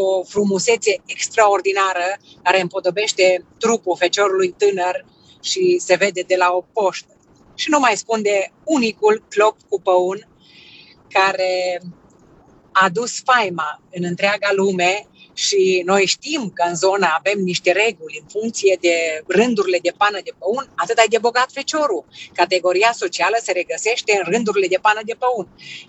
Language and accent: Romanian; Romania; suntem români adevărați.